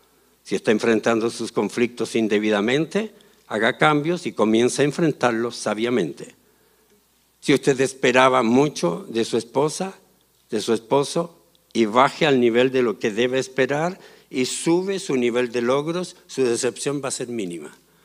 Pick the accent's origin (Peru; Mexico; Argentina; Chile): Chile; born there; Yo nací en Chile, pensaba que Dios era chileno. Nací en la iglesia pentecostal, pensaba que Dios era pentecostal